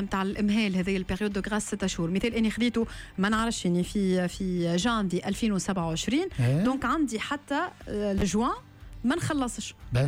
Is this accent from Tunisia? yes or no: yes; Tunisia